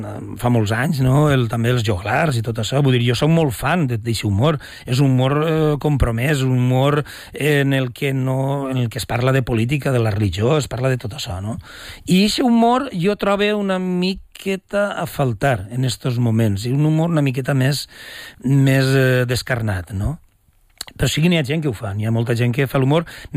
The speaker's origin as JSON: {"language": "Catalan", "region": "Valencian Community", "country": "Spain", "said": "vinc del País Valencià"}